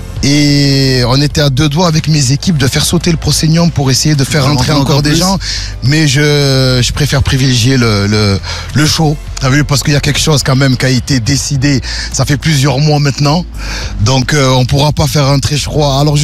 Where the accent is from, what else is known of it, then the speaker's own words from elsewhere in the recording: Marseille, Provence-Alpes-Côte d'Azur, France; en tant que Marseillais